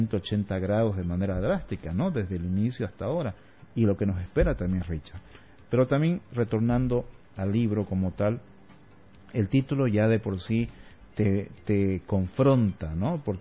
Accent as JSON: {"language": "Spanish", "region": "Santa Cruz", "country": "Bolivia", "said": "lo conservador que somos también como cruceños"}